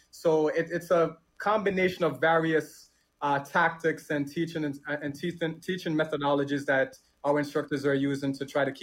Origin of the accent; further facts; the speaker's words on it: Jamaica; moved away; Growing up in Jamaica and you know, when I was a kid